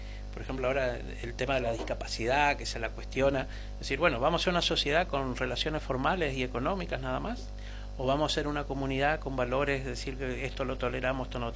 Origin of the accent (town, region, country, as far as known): Argentina